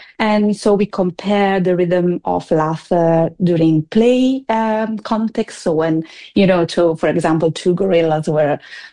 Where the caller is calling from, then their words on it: Italy; I'm speaking from Italy.